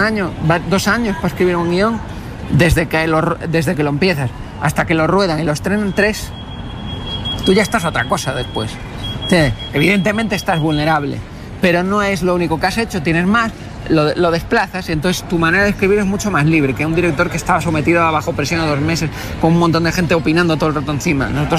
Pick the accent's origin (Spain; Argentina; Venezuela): Spain; Canary Islands; born there; Porque yo nací en Canarias, tú eres canario.